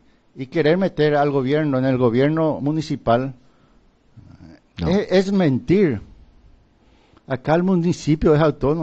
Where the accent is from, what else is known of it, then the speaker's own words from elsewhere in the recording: Pedro Juan Caballero, Amambay, Paraguay; born there; Soy nacido en Pedro Juan Caballero. Tengo familia arraigada acá en Pedro Juan Caballero.